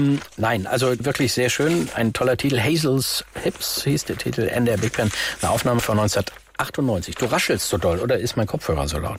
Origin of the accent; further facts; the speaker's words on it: Netherlands; German is a second language; also komme ich übrigens aus den Niederlanden